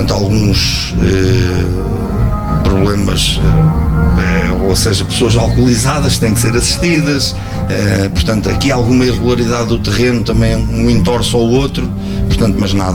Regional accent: Coimbra, Portugal; sou aqui de Coimbra

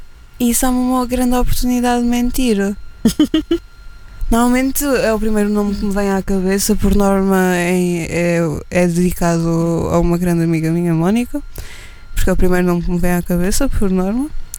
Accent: Madeira, Portugal; Eu não sou do centro. Eu sou o mais sul possível. Eu sou da Madeira.

